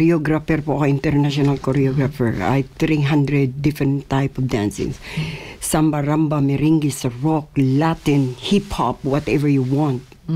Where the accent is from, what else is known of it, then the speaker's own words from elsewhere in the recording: Visayas, Philippines; Oh, bisaya ako nato ni Tagalog.